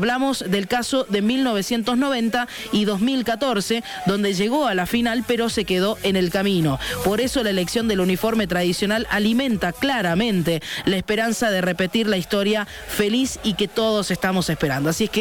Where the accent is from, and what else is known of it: Argentina